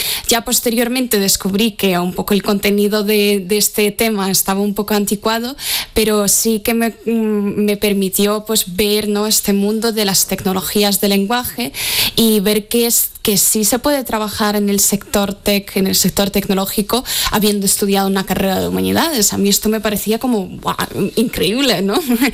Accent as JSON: {"language": "Spanish", "country": "Russia", "second_language": "Spanish", "said": "esto para mí, siendo una rusa, aprender, entender, ¿no?, la literatura medieval en castellano me volaba la cabeza"}